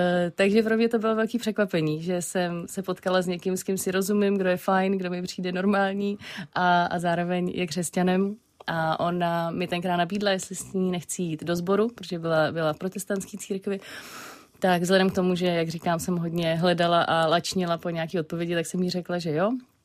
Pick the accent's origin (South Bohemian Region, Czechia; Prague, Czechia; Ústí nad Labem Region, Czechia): Prague, Czechia; protože jsem vyrostla v Praze, nějak nemám ani vlastně nějakou jako tradiční víru převzato od prarodičů nebo tak.